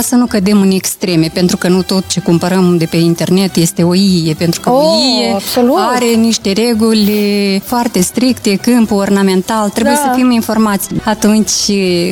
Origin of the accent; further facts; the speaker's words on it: Grozești, Nisporeni District, Moldova; m-am născut pe malul Prutului, în satul Grozești, raionul Nisporeni, și muzica la fel o recepționam de peste Prut.